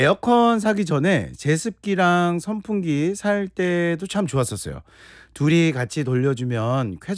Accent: Damyang, South Jeolla, South Korea; 참고로 제 고향이 담양이에요.

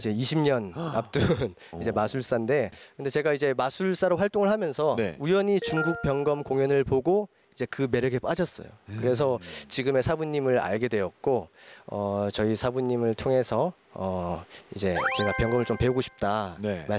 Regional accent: South Korea; 내가 한국인인데

